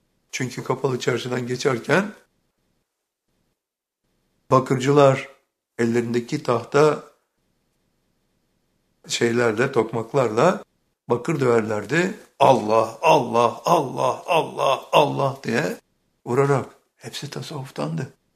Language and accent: Turkish; Bursa, Turkey; hatırlıyorum çocukluğumda, Bursa'da çocukluğumu geçirdim.